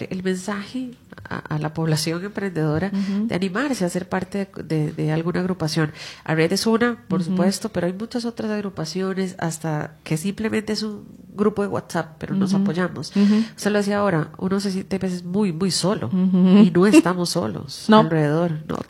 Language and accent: Spanish; Costa Rica